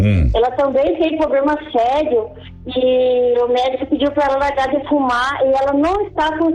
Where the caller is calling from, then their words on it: Ipiranga, Paraná, Brazil; Eu falo de Ipiranga, do Paraná.